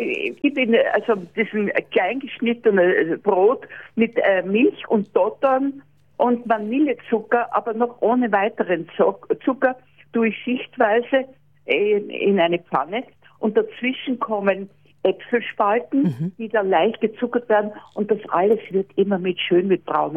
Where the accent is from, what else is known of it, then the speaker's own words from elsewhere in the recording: Austria; Ich bin ja aus Österreich und bei uns gibt es in Wien den Grenadiermarsch.